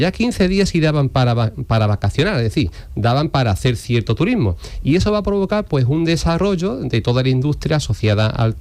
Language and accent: Spanish; Huelva, Andalusia, Spain; curiosamente, yo que soy de Huelva, leí un libro hace muchos años